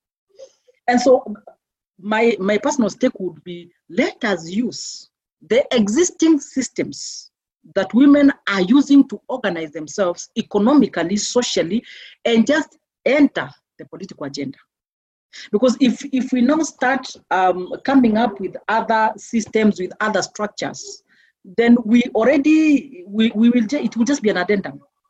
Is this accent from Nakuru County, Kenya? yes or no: no; Meru, Meru County, Kenya; moved away; where I grew up in Meru, that I grew up in the family that I grew up, but in the midst of very severe poverty.